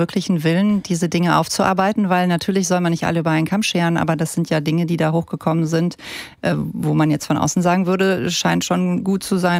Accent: Rhineland, Germany; wie ich als Rheinländerin sagen würde, Machet Jod.

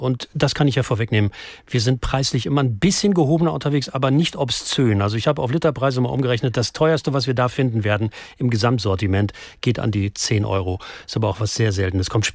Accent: North Rhine-Westphalia, Germany; Wir kommen ja aus Nordrhein-Westfalen.

